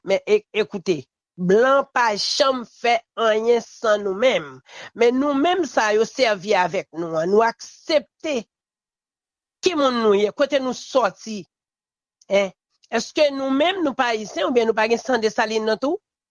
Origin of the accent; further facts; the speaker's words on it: Haiti; je sens que je suis frustré en tant que haïtien